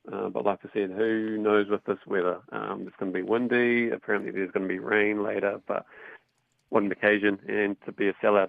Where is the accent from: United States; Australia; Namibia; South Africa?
Australia; Queensland; because I'm a Queenslander